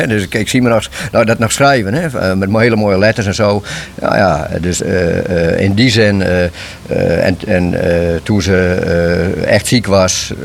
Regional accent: Lippenhuizen, Friesland, Netherlands; born there

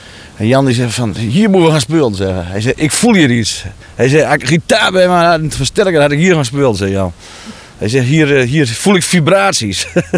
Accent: Drenthe, Netherlands; Ik ben ook nooit uit Drenthe weggegaan.

